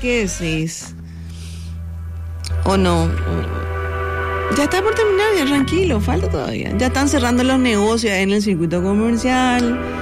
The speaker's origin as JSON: {"language": "Spanish", "country": "Paraguay"}